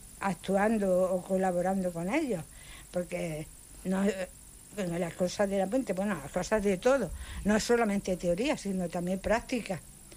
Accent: Linares, Andalusia, Spain; moved away as an adult; Luego cuando me vine aquí, ya hace 4 años, porque soy de Linares, de donde es … Andrés Segovia

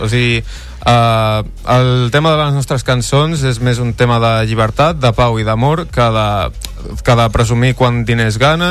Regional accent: Vilafant, Catalonia, Spain; Jo sóc el més gran, que tinc 20, i sóc de Vilafant.

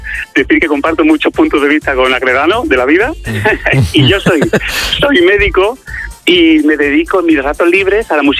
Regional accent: Almería, Andalusia, Spain; also born or lived in Cádiz; Y yo diría que soy almeriense, estuve en Cádiz haciendo la carrera de medicina y soy un chico de 44 años

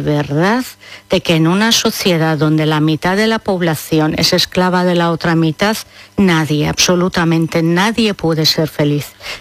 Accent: Iran; now in Spain; soy afortunadamente tan iraní como española, tan española como iraní.

